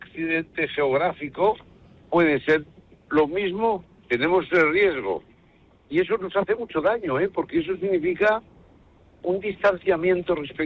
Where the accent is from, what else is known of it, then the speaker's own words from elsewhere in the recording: Basque Country, Spain; hay una cosa que en mi tierra, en el País Vasco, el crimen nos anestesió a todos